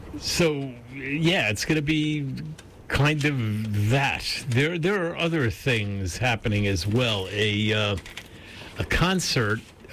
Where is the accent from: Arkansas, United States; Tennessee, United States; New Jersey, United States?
New Jersey, United States; moved away; I was from New Jersey